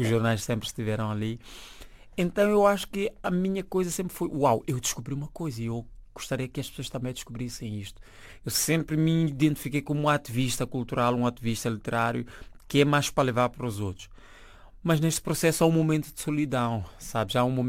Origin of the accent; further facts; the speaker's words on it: Mozambique; quando eu chego no Ghana e digo, olha, sou de Moçambique.